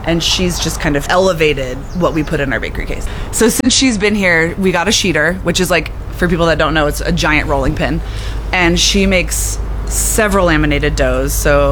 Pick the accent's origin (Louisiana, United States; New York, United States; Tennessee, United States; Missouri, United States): Missouri, United States; Kansas City; So I'm from Kansas City, and when I met Taylor, he had never cooked brisket before.